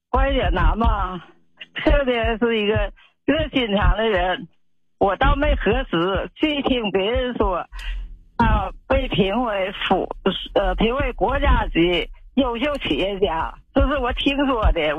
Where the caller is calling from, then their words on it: Fushun, Liaoning, China; 我是来自辽宁抚顺雷锋城的